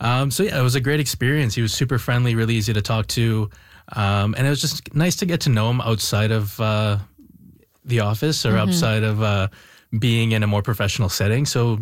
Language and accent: English; Vancouver, British Columbia, Canada; Again, I'm from Vancouver, so I come from a wide range of culinary, different types of experiences in Vancouver.